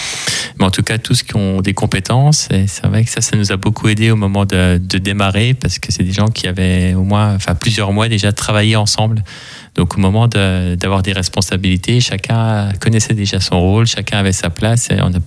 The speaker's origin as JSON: {"language": "French", "town": "La Bresse", "region": "Grand Est", "country": "France", "tie": "born or raised there", "said": "je suis bressot, j'ai toujours habité à la Bresse, j'ai grandi à la Bresse, j'ai été à l'école et j'ai été dans beaucoup de clubs sportifs à la Bresse. Aujourd'hui, j'ai 41 ans, j'ai deux enfants, je suis marié."}